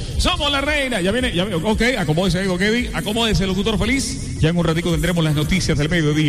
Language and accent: Spanish; El Carmen de Bolívar, Bolívar, Colombia; en mi tierra linda, en el Carmen